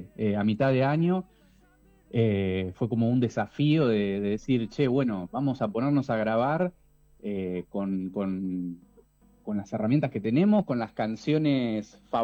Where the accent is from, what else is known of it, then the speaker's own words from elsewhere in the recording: General Belgrano, Buenos Aires Province, Argentina; moved away as an adult; also born or lived in La Plata; Yo soy de Los Cerrillos, que es una estancia acá cerca. Viajé toda la vida a General Belgrano al colegio. Cuando terminé el colegio me fui a vivir a La Plata para estudiar en Bellas Artes composición.